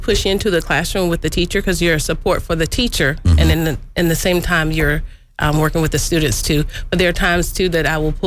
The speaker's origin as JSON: {"language": "English", "town": "Neeses", "region": "South Carolina", "country": "United States", "moved": "yes", "lives_now": "Sumter, United States", "said": "I am originally from Nieces area, but I'm from Sumter now."}